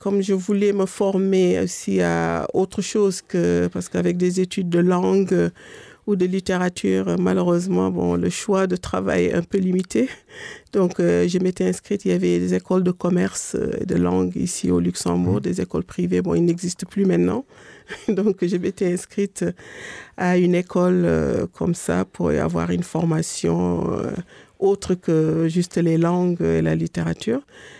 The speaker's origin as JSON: {"language": "French", "region": "Dakar", "country": "Senegal", "tie": "born there", "said": "Je suis née à Dakar, mais mes parents viennent ma mère vient du nord du Sénégal, vers la frontière avec la Mauritanie"}